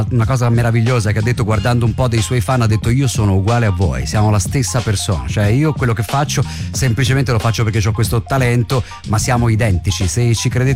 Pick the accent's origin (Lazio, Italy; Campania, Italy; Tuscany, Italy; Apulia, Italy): Campania, Italy; Naples; la sua e la mia città, quindi che ricordasse Napoli